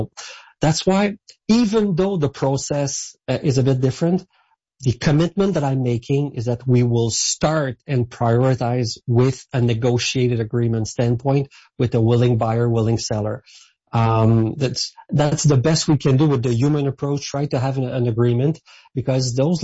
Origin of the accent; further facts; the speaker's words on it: Saint-Hyacinthe, Quebec, Canada; I come from a farmer region myself. I was raised in Saint-Hyacinthe, which is the capital of the agricultural world in Quebec. So I know that reality.